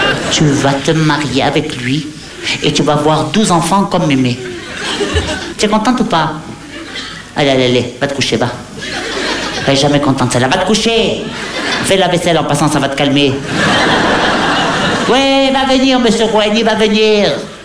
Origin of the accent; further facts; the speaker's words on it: Hauts-de-France, France; Je suis pas de Tunisie. Je suis du Pas-de-Calais. C'est Pas-de-Calais.